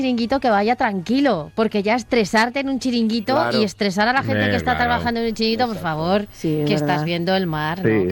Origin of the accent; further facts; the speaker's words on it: Madrid, Community of Madrid, Spain; Y que yo, aunque soy de Madrid